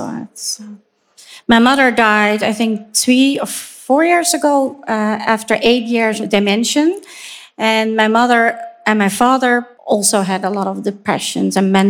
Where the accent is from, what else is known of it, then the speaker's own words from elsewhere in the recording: Netherlands; I'm from the Netherlands.